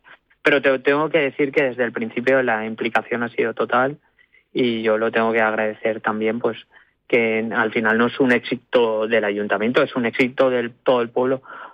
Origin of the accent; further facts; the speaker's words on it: Alberic, Valencian Community, Spain; como ciudadano que soy de Alberique